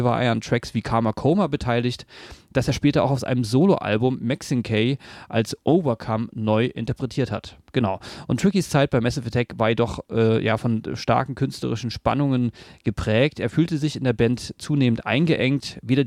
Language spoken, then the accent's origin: German; Berlin, Germany; Also ich komme aus Berlin, war da ist man jetzt mit der Szene, wa?